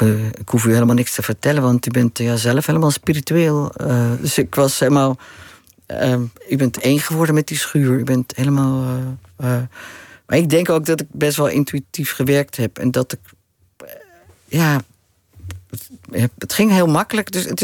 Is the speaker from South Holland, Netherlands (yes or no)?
no; Drenthe, Netherlands; born there; Ik ben geboren in Drenthe.